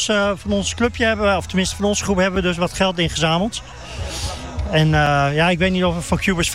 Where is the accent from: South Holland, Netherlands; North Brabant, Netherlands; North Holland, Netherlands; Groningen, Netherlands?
Groningen, Netherlands; Wij komen uit Groningen, dus de meeste.